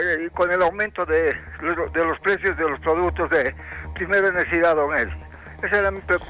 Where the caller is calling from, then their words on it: La Paz, Bolivia; estamos siendo afectados los paseños constantemente